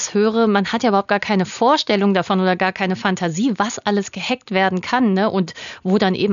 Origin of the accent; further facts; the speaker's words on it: Saarland, Germany; wir fahren ja als Saarländer ab und an auch mal gerne über die Grenze in die französischen Supermärkte.